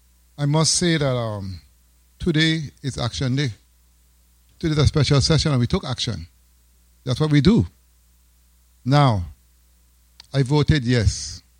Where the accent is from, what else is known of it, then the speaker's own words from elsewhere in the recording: St. Croix, U.S. Virgin Islands; I grew up right next to the track. I grew up in Nada. I'm a Nada man.